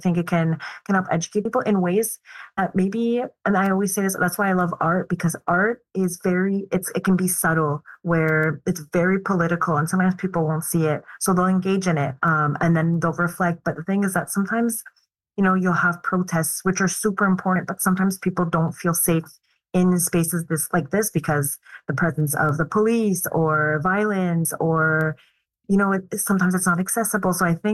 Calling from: Montreal, Quebec, Canada; I'm speaking from Montreal, those that are in Montreal.

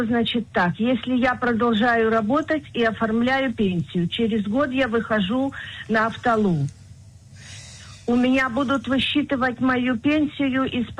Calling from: Kiryat Gat, Southern District, Israel; из Кирьят-Гата.

